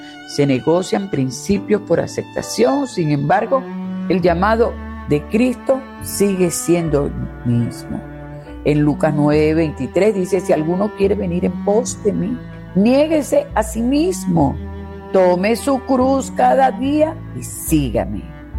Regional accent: Venezuela; en contra de todos nosotros como venezolanos

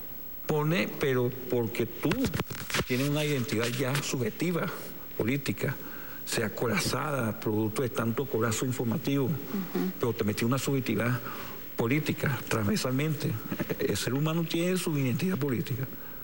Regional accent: Venezuela; nosotros somos países caribeños, venezolanos, somos así, chicharracheros

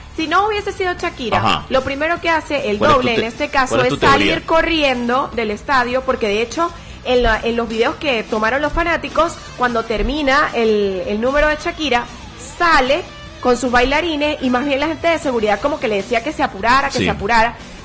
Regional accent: Venezuela; Esos somos los venezolanos, donde llegamos ya es como si los conociéramos de toda la vida.

